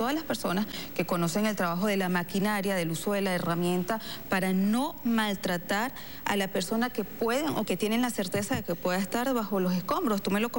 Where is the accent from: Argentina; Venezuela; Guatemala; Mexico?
Venezuela